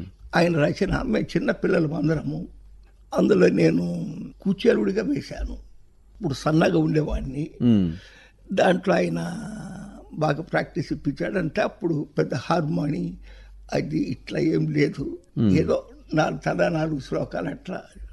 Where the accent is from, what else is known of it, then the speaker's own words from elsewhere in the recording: Kurnool district, Andhra Pradesh, India; మాది జంగముంట్ల. అక్కడ సంగీతానికి సాహిత్యానికి నిలవైన ఊరు. అక్కడ చాలామంది పండితులు, చక్కటి హార్మోనిస్టులు, కళాపోషకులు, నాటక పిపాసులు ఆ ఊర్లో ఎక్కువ ఉన్నారు.